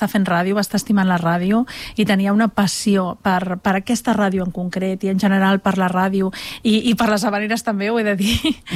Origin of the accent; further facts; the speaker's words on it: Montgat, Catalonia, Spain; Estem allà entre Maresme i Barcelonès, però oficialment som Maresme.